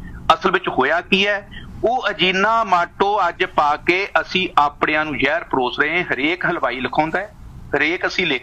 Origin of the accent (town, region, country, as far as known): Punjab, India